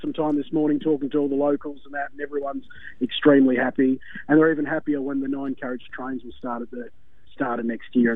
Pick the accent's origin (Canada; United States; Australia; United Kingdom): Australia; Melton, Victoria; also born or lived in Bacchus Marsh; I grew up, I was born in Bacchus Marsh. I grew up in Melton.